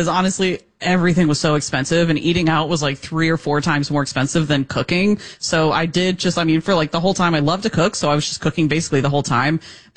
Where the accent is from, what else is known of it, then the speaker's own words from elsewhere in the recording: United States; I don't. I definitely don't. So, I'm all American.